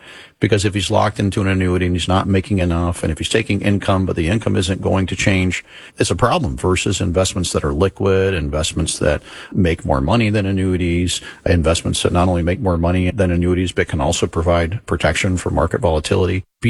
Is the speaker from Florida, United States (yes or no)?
yes; Florida, United States; born or raised there